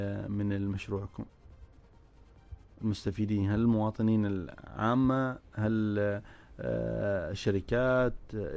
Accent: Oman; عندنا في عمان

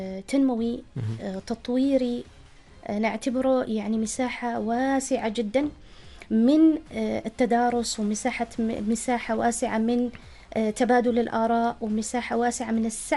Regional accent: Oman; ولكن أدوارنا نحن كعمانيين وكوسائل متكاملة مع بعضها البعض أن نثقف

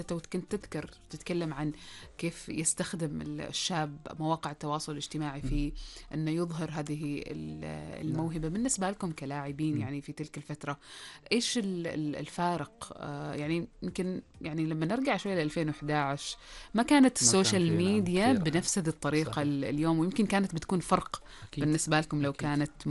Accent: Oman; كيف اليوم تشوف تطور كرة القدم عندنا في عمان

